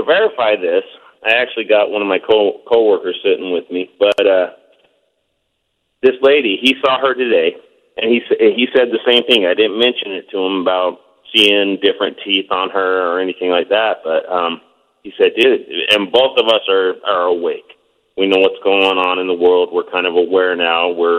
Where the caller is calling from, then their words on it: Oahu, Hawaii, United States; We live on Oahu.